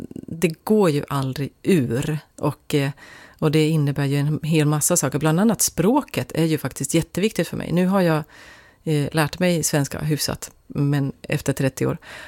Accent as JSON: {"language": "Swedish", "region": "South Ostrobothnia", "country": "Finland", "tie": "born or raised there", "moved": "yes", "said": "gick på kommunala musikskolan i södra Österbotten, där jag kommer ifrån."}